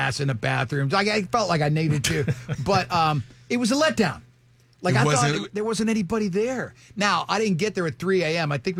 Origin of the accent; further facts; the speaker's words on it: New York City, New York, United States; born there; I was born in Brooklyn, so I mean, but I didn't really hang out in Manhattan.